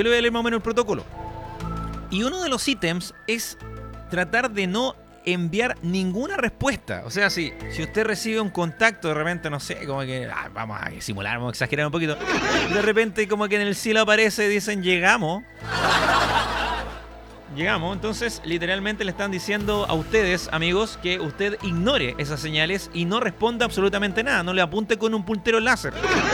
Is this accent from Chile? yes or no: yes; Chile; los chilenos tenemos nuestro propio mundo